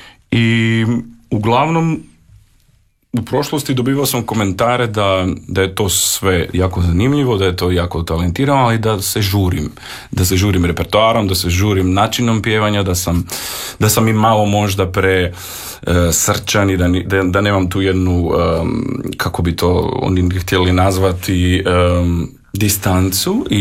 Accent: North Macedonia; moved away; ja sam ipak iz Makedonije

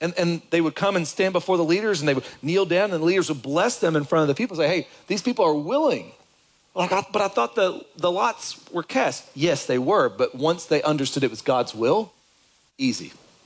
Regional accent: Kentucky, United States; moved away

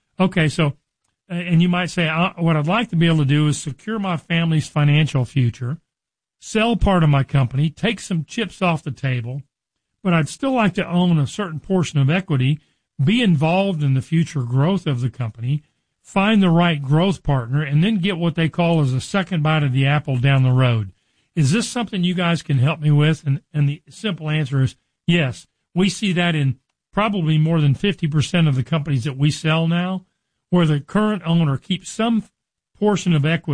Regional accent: Richardson, Texas, United States; I grew up in Richardson, which is a suburb of Dallas. I know the North Texas market

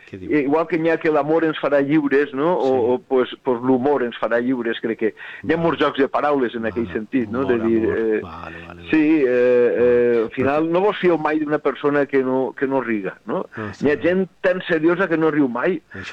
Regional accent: Altea, Valencian Community, Spain; que mon pare és d'Altea, jo soc d'Altea, m'he criat així, però ma mare era del Coll, no?

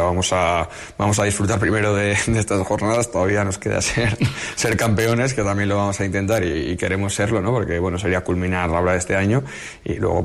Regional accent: San Sebastián, Basque Country, Spain; yo soy un chaval de San Sebastián, ¿no? De Donosti, muy chaval muy normal, ¿no?

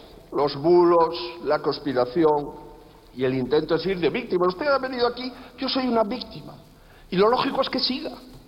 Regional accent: Spain; Aquí las únicas víctimas del gobierno corrupto como el suyo somos los españoles.

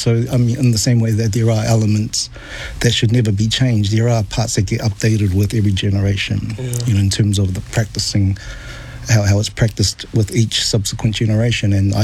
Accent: Savai'i, Samoa; And I'm from Savai'i, so I'm from the...

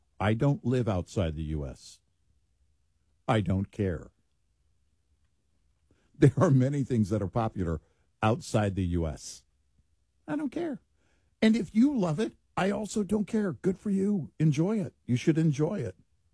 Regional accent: Buffalo, New York, United States; And growing up in Buffalo, you know, we heard … before anybody.

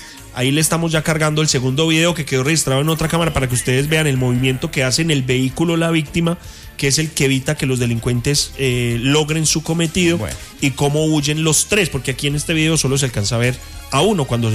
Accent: Manizales, Caldas, Colombia; Yo soy de Manizales, paré con mi familia a comer en ese sitio.

